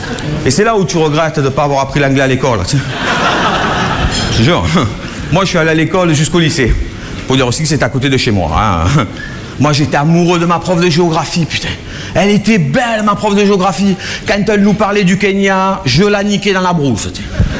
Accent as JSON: {"language": "French", "country": "France", "said": "Oui, on va vous faire la cuisine, on est français, vous inquiétez pas, laissez-nous faire"}